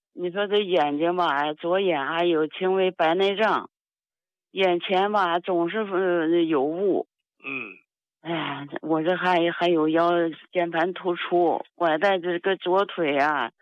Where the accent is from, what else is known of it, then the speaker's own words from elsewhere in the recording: Hebei, China; 哎，常老师，我是河北的。哎呀，常老师，我今年都80了，我是个老太太呀。